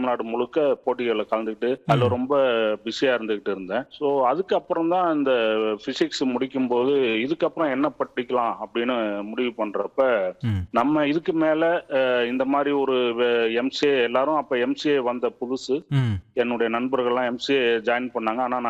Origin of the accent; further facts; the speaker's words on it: Tamil Nadu, India; என்னுடைய சொந்த ஊர் வந்து கும்பகோணம் பக்கத்தில் ஒரு கிராமம், கொந்தகை அப்படின்னு கிராமம். அந்த கிராமத்தில் தான் நான் பிறந்தேன்.